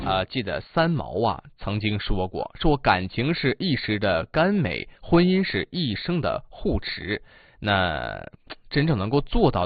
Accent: Northeast China, China; 咱们东北话

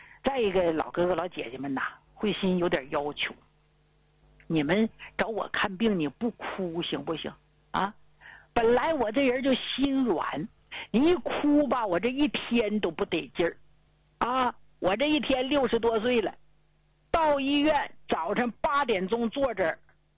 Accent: Northeast China, China

